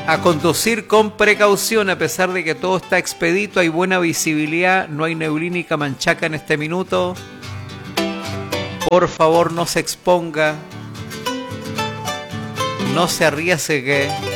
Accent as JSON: {"language": "Spanish", "country": "Chile", "said": "somos chilenos todo el año."}